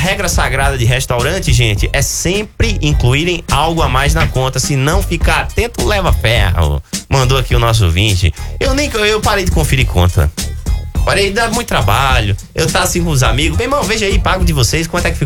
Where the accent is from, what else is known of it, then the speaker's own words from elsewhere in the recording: Northeast Brazil, Brazil; moved away; Eu sou nordestino